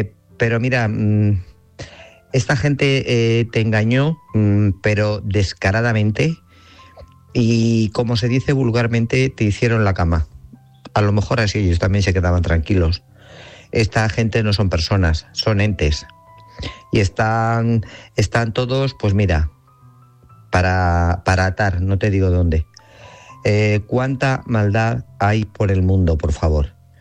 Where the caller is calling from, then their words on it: Guadalajara, Castilla-La Mancha, Spain; Corresponsables y oyentes … de Guadalajara.